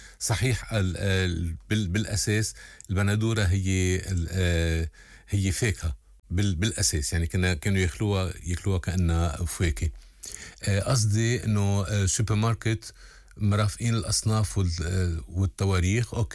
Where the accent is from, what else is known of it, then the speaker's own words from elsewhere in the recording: Mayfouq, Mount Lebanon, Lebanon; انت ابن البقاع وانا ابن ميفوق. بس كون بميفوق وعم قضي كتير أيام هلأ وخصوصي بالفترة اللي ما عندي كتير أشغال فيها بقضيها بضيعتي.